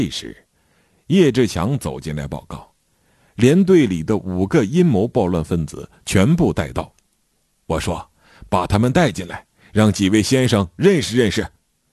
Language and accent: Chinese; Yi County, Hebei, China; 一支解放军部队来到我的家乡河北省易县血山村，发动青年参军，推翻蒋家王朝。当时 虽然我还不满18岁，身材也单薄瘦小，但我积极报名参军